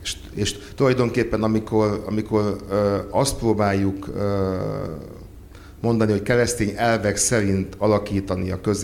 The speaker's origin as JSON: {"language": "Hungarian", "town": "Kecskemét", "region": "Bács-Kiskun", "country": "Hungary", "tie": "born or raised there", "said": "az én szülővárosomban, Kecskeméten"}